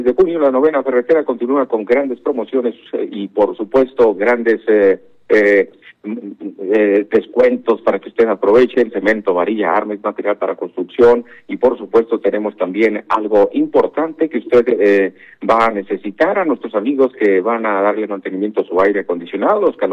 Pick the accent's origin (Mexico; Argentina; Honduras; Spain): Mexico; A lo mejor nosotros como mexicanos ya se nos hace muy común hablar del estadio